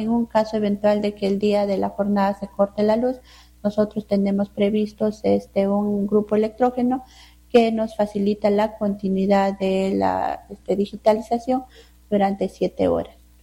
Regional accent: Peru

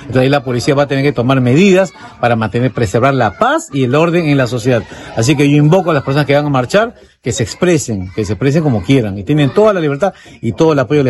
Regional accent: Peru; Todos somos peruanos.

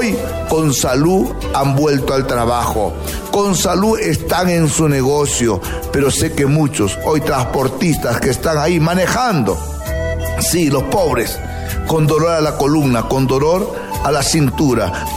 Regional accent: Huancabamba, Piura, Peru; Tradición inca de mi tierra, Huancabambina. … el chamán de América. Amigos, 67 años de vida

